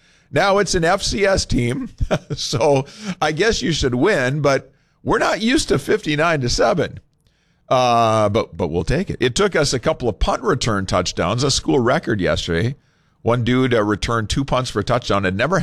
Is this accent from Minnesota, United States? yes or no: yes; Minnesota, United States; I grew up down in the Twin Cities area. I'm a fan of the University of Minnesota, which there aren't many of us up here